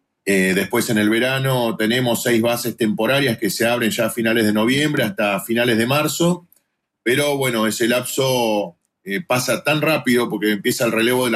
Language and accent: Spanish; Argentina; now in Esperanza Base, Antarctica; a uno como argentino, que el 90-95% de los argentinos somos futboleros